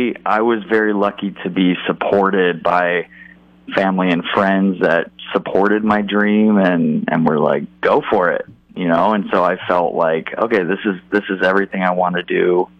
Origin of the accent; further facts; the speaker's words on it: Atascadero, California, United States; moved away as an adult; also born or lived in Hollywood / New York; I grew up in Atascadero, went to Atascadero High School. And then, shortly after that, moved to Hollywood